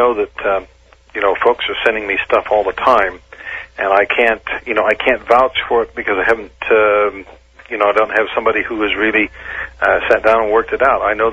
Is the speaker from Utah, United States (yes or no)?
yes; Salt Lake City, Utah, United States; By the way, that's my hometown. That's where I was born, was in Salt Lake City, Utah.